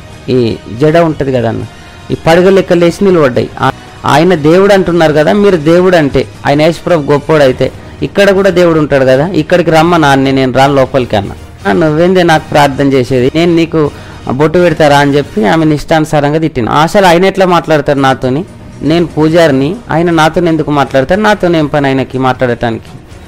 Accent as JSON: {"language": "Telugu", "town": "Sirikonda", "region": "Telangana", "country": "India", "said": "మాది నిజామాబాద్ జిల్లా చిన్నవాల్గూడ్ సిరికొండ మండల్."}